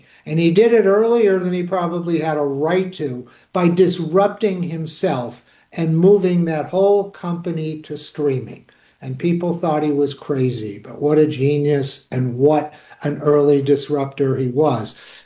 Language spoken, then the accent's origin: English; United States; growing up in America